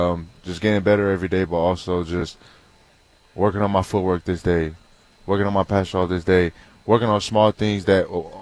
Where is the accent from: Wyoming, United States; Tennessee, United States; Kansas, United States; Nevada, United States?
Nevada, United States; Las Vegas; But it ain't that bad. I grew up in Las Vegas, so it ain't too bad.